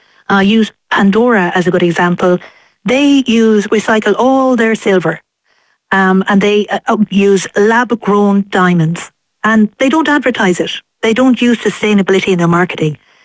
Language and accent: English; Ireland; when I was growing up in Ireland